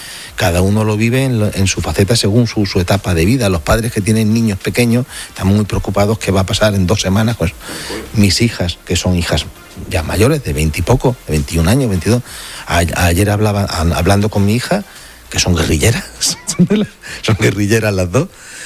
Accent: Ceuta, Spain; Yo soy de Ceuta, nacido en Ceuta, nos hemos criado siempre mezclados.

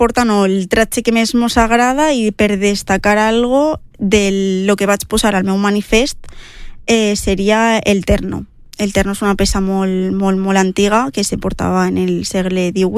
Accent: Sant Pasqual, Valencian Community, Spain; Sí, soc de Sant Pasqual.

